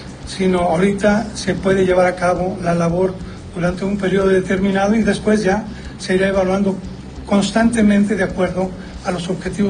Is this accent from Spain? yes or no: no; Tampico, Tamaulipas, Mexico; now in Monterrey, Mexico; prácticamente yo ya soy más regiomontano, soy tampiquense, pero hoy ya me considero regio, literalmente, ¿no? Por los años que llevo viviendo ya en la localidad.